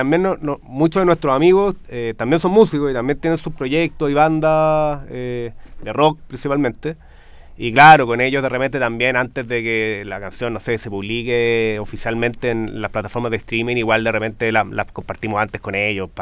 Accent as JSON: {"language": "Spanish", "country": "Chile", "said": "como todo chileno, quizás, una chaquetera"}